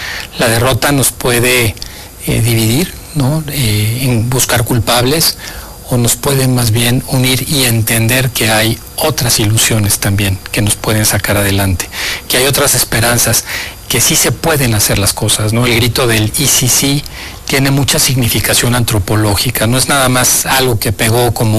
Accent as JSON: {"language": "Spanish", "country": "Mexico", "said": "somos mexicanos, y eso lo tenemos muy claro"}